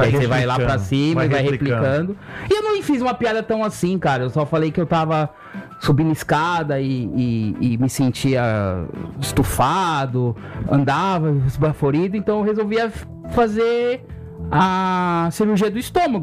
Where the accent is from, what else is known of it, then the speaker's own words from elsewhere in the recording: São Paulo, Brazil; now in Braga, Portugal; eu sou paulistano